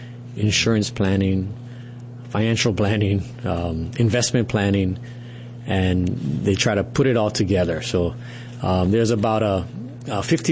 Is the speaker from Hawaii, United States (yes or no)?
yes; Hilo, Hawaii, United States; Well, I grew up in Hilo on the Big Island, and graduated from the University of Hawaii with a finance degree in 2002.